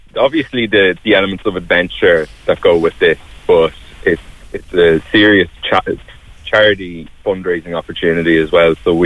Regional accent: Navan, Leinster, Ireland; I'm from Navan.

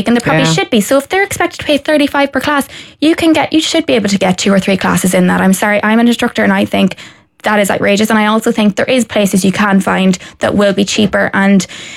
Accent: County Donegal, Ireland; now in Dublin, Ireland; I'm from Donegal.

